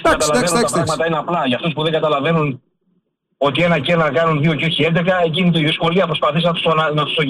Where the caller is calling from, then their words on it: Greece; και εμείς νιώθουμε πράγματα ως Έλληνες πατριώτες